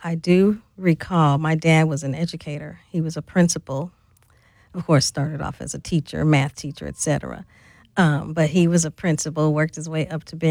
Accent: St. Louis, Missouri, United States; born or raised there

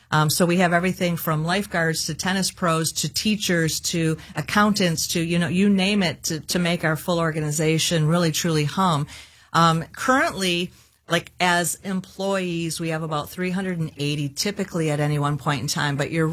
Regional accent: Saginaw, Michigan, United States; now in Midland, United States; And so, yes, I grew up in Saginaw, and I have officially lived in Midland longer than Saginaw.

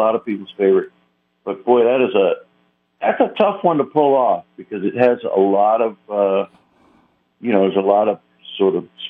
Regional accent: Roanoke, Virginia, United States; also born or lived in Washington, D.C.; So we got transferred to Roanoke. And, So I lived in Roanoke in the mid-70s, and that's

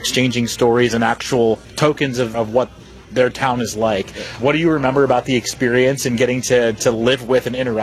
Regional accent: Northeast, United States; Yeah, growing up in the Northeast, I had friends that would play in that tournament

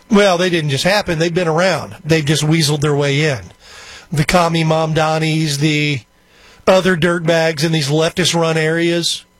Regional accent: Texas, United States; I'm a Texan, okay?

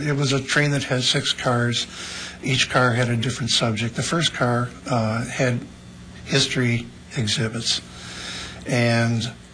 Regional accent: Farmington, Minnesota, United States; I grew up in Farmington.

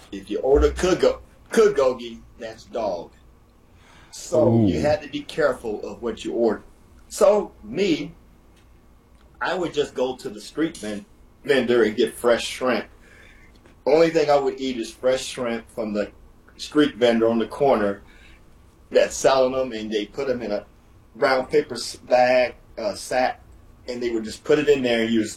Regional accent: United States; I'm a meat and potato guy, and I'm straight American.

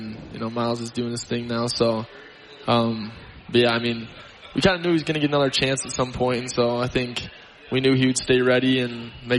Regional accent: Laramie, Wyoming, United States; also born or lived in Fargo; because I was born in Fargo, moved to Laramie. So I kind of say Laramie, but graduated from Bozeman.

